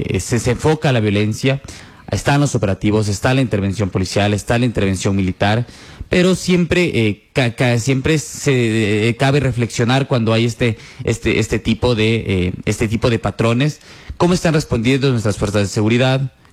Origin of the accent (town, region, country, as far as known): Ecuador